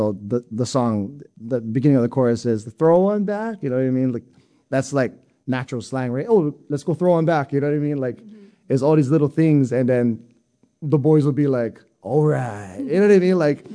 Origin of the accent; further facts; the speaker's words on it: Hawaii, United States; you'd almost naturally start to lose what makes us unique and special here in Hawaii, especially as a Hawaiian